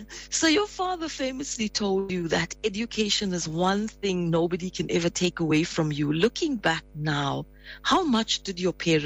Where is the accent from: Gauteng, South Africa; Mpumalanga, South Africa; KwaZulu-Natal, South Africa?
KwaZulu-Natal, South Africa; Pietermaritzburg; That's my hometown as well.